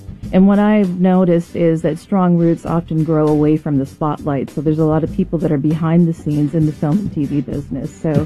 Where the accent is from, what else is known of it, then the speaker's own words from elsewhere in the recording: Canada; I'm from Canada, you know, very shy, introverted girl from Canada that was able to...